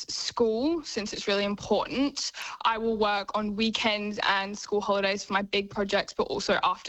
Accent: Australia; really Aussie since I'm Australian.

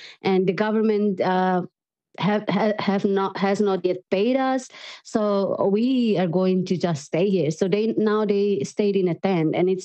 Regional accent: India; I was in my hometown, like 5 hours drive from Delhi.

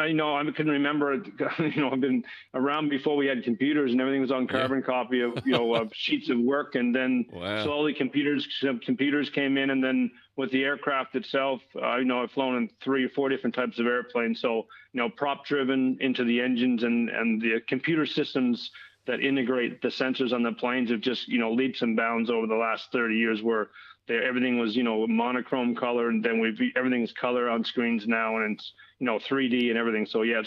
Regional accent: Canada; moved away as an adult; now in Adelaide, Australia; And then when I grew up in Canada, when I was in my 20s playing in those small towns, there was 50,000 people and there was six rinks.

